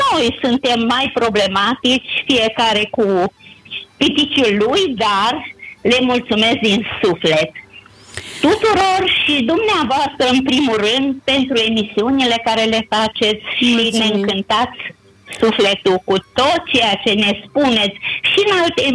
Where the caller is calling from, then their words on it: Romania; din Zorilor.